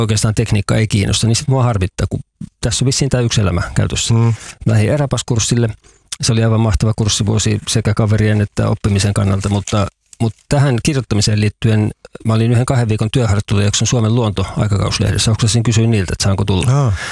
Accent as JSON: {"language": "Finnish", "town": "Vantaa", "region": "Uusimaa", "country": "Finland", "lives_now": "Kainuu, Finland", "said": "Mä oon siis Vantaalta kotoisin, vaikka joo, asun nykyään Kainuussa."}